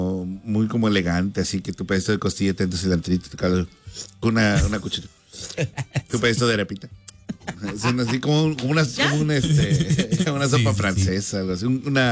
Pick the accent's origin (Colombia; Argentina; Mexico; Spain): Mexico; ya ves que nosotros en México tenemos, en una, digamos, tienes una fiesta, una pachanga, un final Navidad, final de año, nosotros allá la mayoría hacemos mole